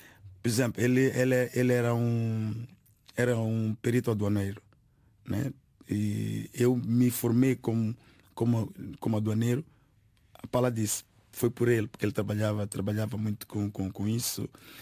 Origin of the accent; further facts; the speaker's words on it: Matola, Maputo, Mozambique; eu sou da Matola